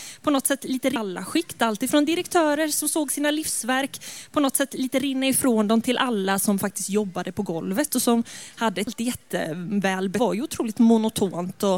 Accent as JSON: {"language": "Swedish", "town": "Falköping", "region": "Västra Götaland County", "country": "Sweden", "tie": "born or raised there", "moved": "yes", "said": "min uppväxtstad, min ort liksom Falköping, som kanske inte ser mycket ut för världen."}